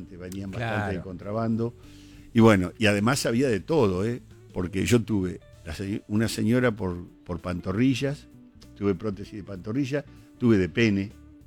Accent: Tandil, Buenos Aires Province, Argentina; Yo soy de Tandil.

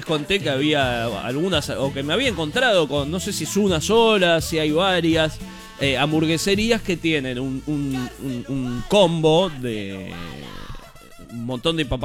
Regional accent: Argentina; somos argentinos

